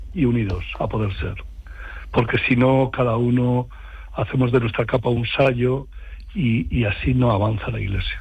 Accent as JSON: {"language": "Spanish", "region": "Castile", "country": "Spain", "tie": "born there", "moved": "yes"}